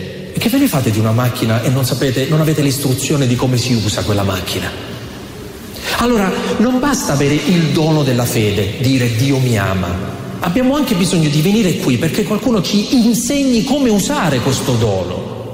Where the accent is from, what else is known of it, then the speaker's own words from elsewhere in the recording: L'Aquila, Abruzzo, Italy; io che vengo dall'Aquila